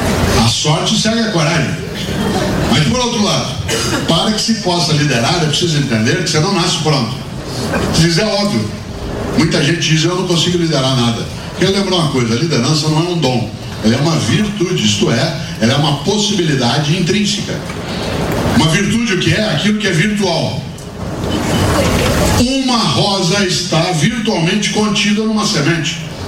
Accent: Londrina, Paraná, Brazil; born there; now in São Paulo, Brazil; Eu nasci em Londrina, no Lago do Paraná, sou caipira, Pé Vermelho, que é o nome que nós daquela região nos damos. Me mudei com a família para São Paulo no final do ano de 1967. Esse ano, durante 50 anos que eu estou em São Paulo.

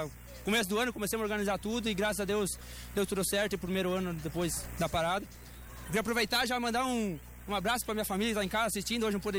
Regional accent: Argentina; now in Brazil; eu sou natural da Argentina. Moro aqui em casa há 10 anos.

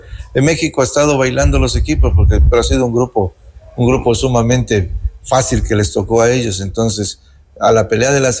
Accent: Ecuador; Como ecuatoriano, como un ecuatoriano más

